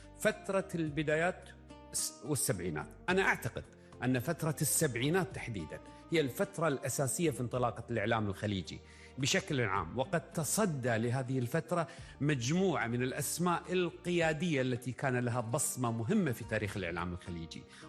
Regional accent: Qatar; عندنا في قطر

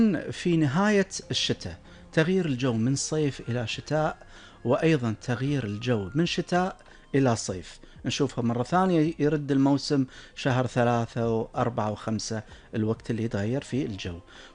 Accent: Kuwait; احنا عندنا في الكويت

